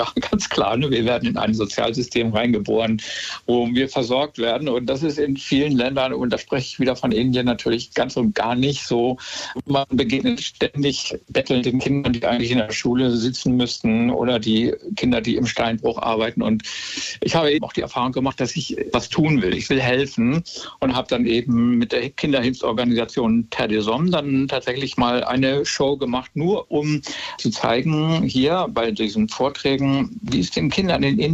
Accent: Germany; Ich mache nicht nur so verrückte Asienreisen, sondern ich gucke mir auch mein Heimatland ganz intensiv

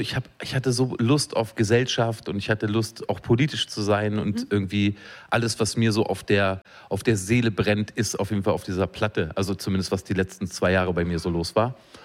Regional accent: Braunschweig, Lower Saxony, Germany; also born or lived in Wolfenbüttel; now in Hamburg, Germany; Ich bin ja geboren in Braunschweig. Und lebe aber jetzt seit so langer Zeit in Hamburg.

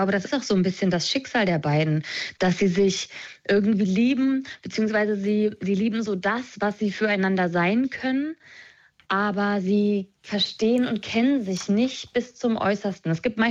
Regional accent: Lusatia, Germany; Also ich komme ja aus der Lausitz

